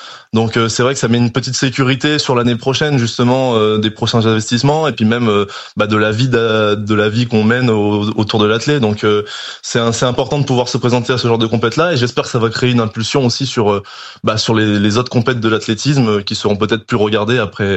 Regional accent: Martinique; moved away; J'ai décidé de rentrer chez moi en Martinique

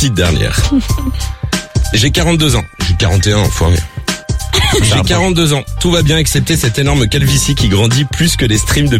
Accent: Italy; si j'ai déjà eu l'occasion de vous le dire, mais je suis italien.

